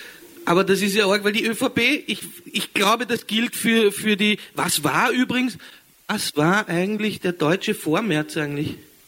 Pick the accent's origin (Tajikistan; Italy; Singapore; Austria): Austria; Ja, und da muss ich mich als Österreicher, muss ich mich auch schuldig bekennen